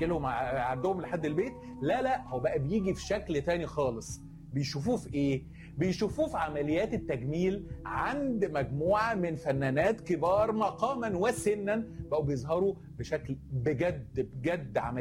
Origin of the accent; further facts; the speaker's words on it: Egypt; عندنا في مصر